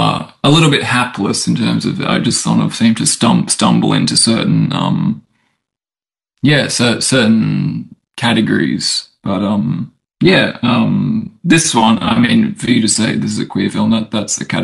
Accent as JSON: {"language": "English", "town": "Brisbane", "region": "Queensland", "country": "Australia", "said": "I'm from Brisbane. I visit Melbourne from time to time."}